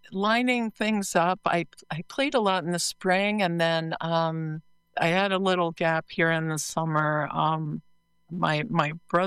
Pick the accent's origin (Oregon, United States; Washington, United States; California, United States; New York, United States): New York, United States; Okay, I'm from New York, you know